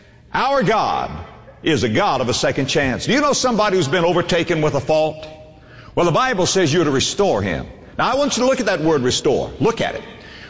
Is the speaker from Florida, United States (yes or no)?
yes; Florida, United States; I was raised in Florida.